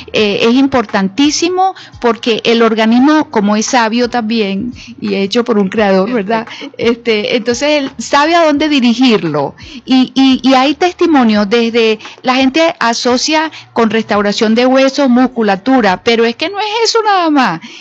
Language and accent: Spanish; Sanare, Lara, Venezuela; yo soy de Sanare, de un pueblo